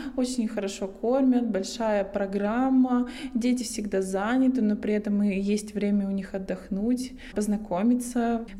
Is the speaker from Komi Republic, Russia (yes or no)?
yes; Khabarikha, Komi Republic, Russia; now in Leningrad Oblast, Russia; я сама уроженка села Хабариха Усть-Цулемского района